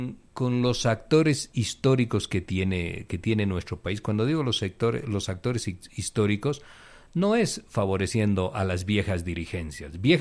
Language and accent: Spanish; Bolivia; Somos campeones los bolivianos para la excu